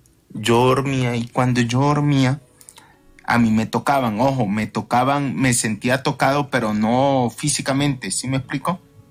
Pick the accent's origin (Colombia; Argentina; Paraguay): Colombia; Barranquilla, Atlántico; moved away; yo ahora mismo no vivo en Barranquilla